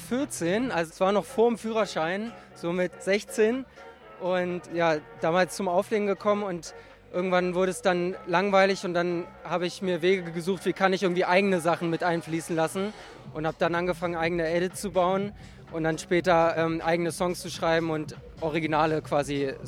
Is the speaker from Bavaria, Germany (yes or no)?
no; Hamburg, Germany; also born or lived in England; 27 Jahre aus Hamburg